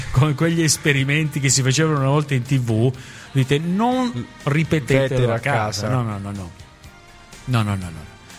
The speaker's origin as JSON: {"language": "Italian", "town": "Gioiosa Ionica", "region": "Calabria", "country": "Italy", "tie": "born there", "moved": "yes", "lives_now": "Turin, Italy", "said": "Al mio paese. Che, ripetimi? Gioiosa Ionica"}